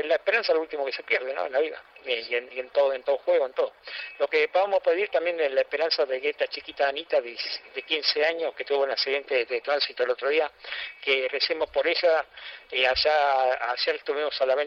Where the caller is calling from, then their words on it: Argentina; como todos argentinos, necesitamos que Argentina tengamos otra alegría más en nuestro corazón